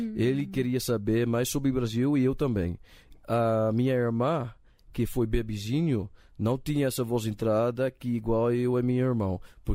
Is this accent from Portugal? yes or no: no; Netherlands; Portuguese is a second language; Quando eu fui criado na Holanda, foi uma época quando eu fui na escola mais grande